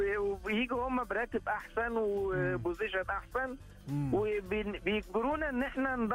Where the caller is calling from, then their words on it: Riyadh, Riyadh Province, Saudi Arabia; من الرياض.